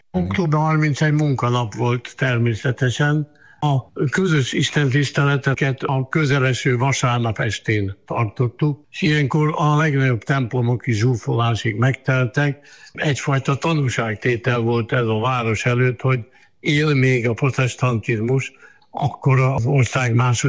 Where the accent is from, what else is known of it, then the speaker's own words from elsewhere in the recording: Lébény, Győr-Moson-Sopron, Hungary; moved away as an adult; also born or lived in Miskolc; én lébényi születésű vagyok Győr megyében.